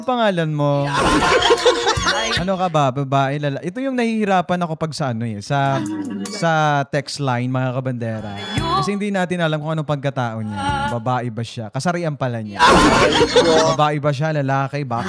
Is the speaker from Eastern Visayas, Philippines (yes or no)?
yes; Palapag, Eastern Visayas, Philippines; Diri man po ako taga Didi kasi. Taga palapag man